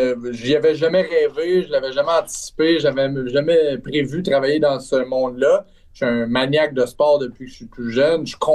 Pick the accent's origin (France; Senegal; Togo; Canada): Canada; Trois-Rivières, Quebec; moved away; moi, je viens de Trois-Rivières, ma famille est toujours à Trois-Rivières